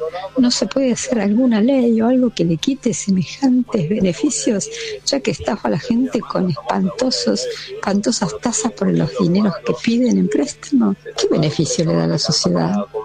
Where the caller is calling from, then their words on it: Ituzaingó, Buenos Aires Province, Argentina; de Ituzaingó.